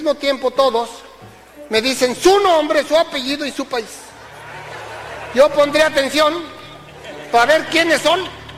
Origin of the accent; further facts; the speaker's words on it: Mexico; now in Miami, United States; soy mexicano de México. Soy maya de Miami, allá vivo.